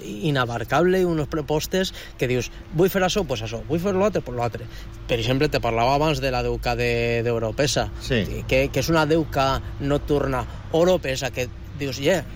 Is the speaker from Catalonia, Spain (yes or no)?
no; Valencia, Valencian Community, Spain; que som de València